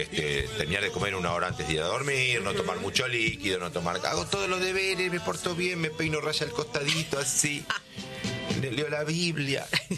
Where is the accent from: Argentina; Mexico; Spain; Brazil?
Argentina; somos adorables los argentinos y las argentinas.